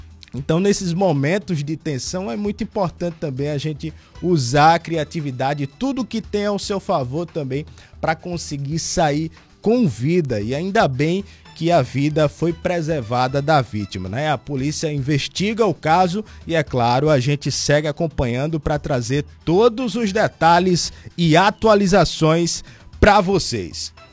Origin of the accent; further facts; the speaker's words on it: Alagoas, Brazil; também mandar um abraço para todos lá de Utinga Leão, minha terra natal